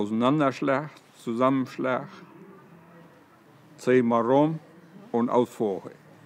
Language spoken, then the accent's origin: German; Hennstedt, Schleswig-Holstein, Germany; born there; geboren in Hennstedt.